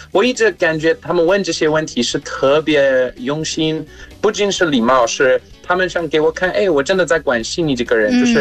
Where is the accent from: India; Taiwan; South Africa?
South Africa; Chinese is a second language; now in China; 在南非长大，我们必须说早上好下午好，连现在我跟我爸在一起在南非，或者他是葡萄牙人